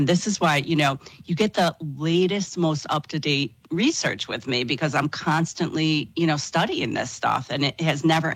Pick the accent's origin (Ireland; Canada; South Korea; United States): Ireland